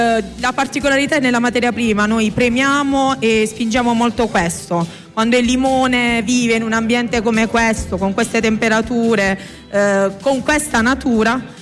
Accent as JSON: {"language": "Italian", "town": "Foggia", "region": "Apulia", "country": "Italy", "said": "è la punta di diamante del Gargano, e diventa il cuore di una soffice pettola, come la chiamiamo dalle nostre parti."}